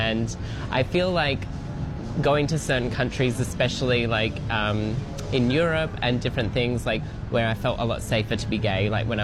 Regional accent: Australia; moved away as an adult; now in Thailand; I'm from Australia and I have been living in Thailand for 1 year now.

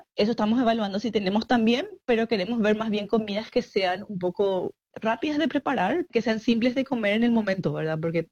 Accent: Paraguay; now in Australia; mi pareja, que él es australiano y yo soy paraguaya.

